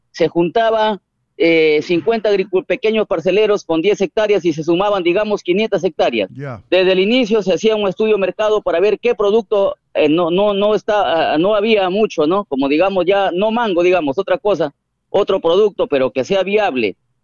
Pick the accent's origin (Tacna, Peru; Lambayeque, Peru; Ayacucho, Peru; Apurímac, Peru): Lambayeque, Peru; Motupe; also born or lived in Lima; Como comunicador y representante de los mangos de la región Lambayeque, en especial de Motupe, en mi distrito de Motupe